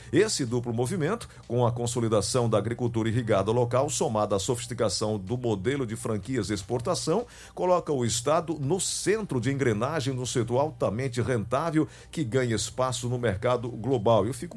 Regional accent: Maracanaú, Ceará, Brazil; Sou de Maracanaú, um abraço aqui para todos nós de Maracanaú, sentados te assistindo.

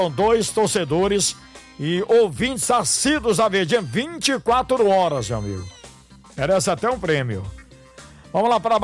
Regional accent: Fortaleza, Ceará, Brazil; Eu sou mucuripense, viu, meu querido Maiuto? Nasci ali no Mucuripe, sou mucuripense da Gema, né? E comi na minha infância muito pirão de cangulo.

